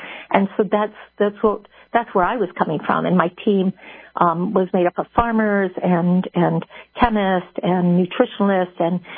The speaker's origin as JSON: {"language": "English", "town": "Allegan", "region": "Michigan", "country": "United States", "tie": "born or raised there", "said": "Well, you know, I grew up in Allegan on a small dairy farm."}